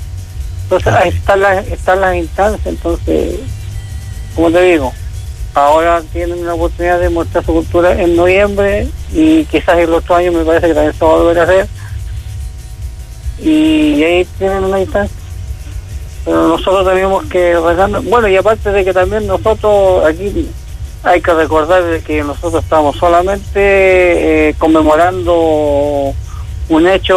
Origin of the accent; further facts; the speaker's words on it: Chile; todas estas personas que han llegado a migrar estos últimos 15, 20 años acá a Chile, quieren imponer su cultura dentro de nuestras fiestas patrias.